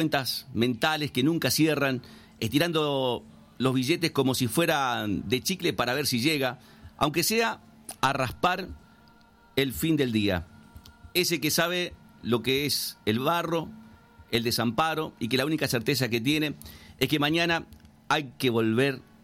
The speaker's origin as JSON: {"language": "Spanish", "country": "Argentina", "said": "Así somos los argentinos."}